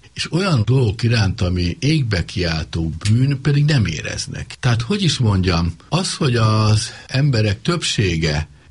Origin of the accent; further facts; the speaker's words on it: Nyíregyháza, Szabolcs-Szatmár-Bereg, Hungary; Nyárliget többé-kevésbé hasonlít Nyíregyházára, a szülővárosomra.